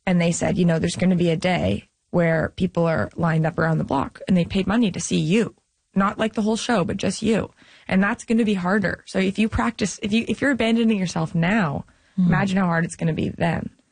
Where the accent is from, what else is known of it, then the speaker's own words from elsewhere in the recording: Canada; I'm so grateful that I grew up comedically in Canada